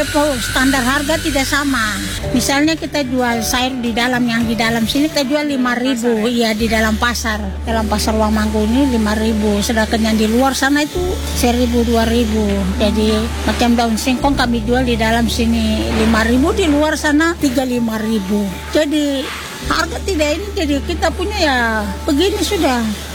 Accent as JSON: {"language": "Indonesian", "region": "Papua", "country": "Indonesia", "said": "Yang penting kita orang Papua yang beli-beli itu sama rugi."}